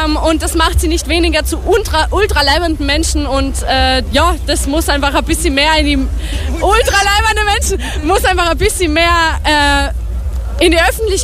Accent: Vienna, Austria; Wir sind nämlich aus Wien, aus dem 22. Bezirk, aus dem ERG Donaustadt

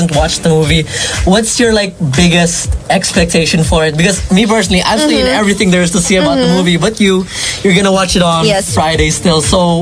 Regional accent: Philippines; Pero as a Filipino, you know right away

